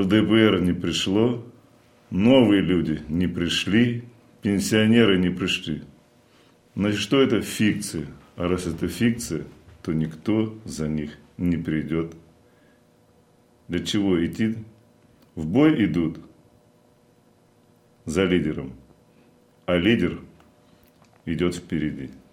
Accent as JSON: {"language": "Russian", "region": "Krasnodar Krai", "country": "Russia", "tie": "born or raised there", "moved": "as an adult", "lives_now": "Oryol Oblast, Russia", "said": "Родом я с Кубани."}